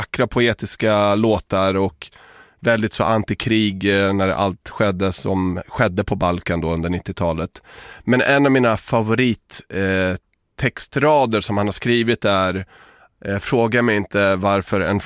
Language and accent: Swedish; Stockholm, Stockholm County, Sweden; Jag är uppväxt i Akalla, bror.